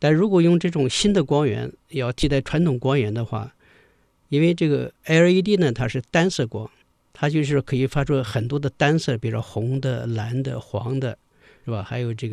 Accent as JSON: {"language": "Chinese", "country": "China"}